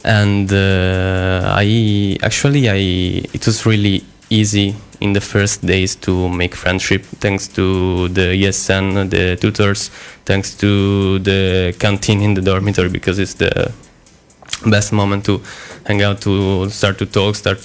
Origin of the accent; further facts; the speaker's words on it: Italy; moved away; I'm from Italy.